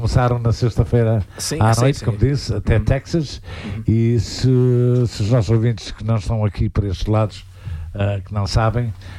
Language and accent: Portuguese; Santa Maria, Azores, Portugal; moved away; Penso que tu estás no meu torrão natal